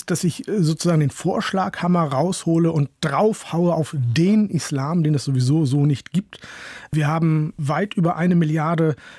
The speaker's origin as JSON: {"language": "German", "region": "Northern Germany", "country": "Germany", "said": "Tatsächlich komme ich aus Holland-Wiel, fliehe aus einem Dorf in Norddeutschland, aber das meinen die nicht."}